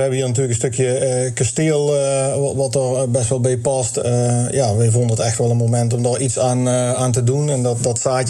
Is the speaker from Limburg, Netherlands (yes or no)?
yes; Leunen, Limburg, Netherlands; born there; now in Well, Netherlands; Ik ben geboren in Luurne, bij Venray. Maar ik woon al sinds 1996 zo'n beetje in Well.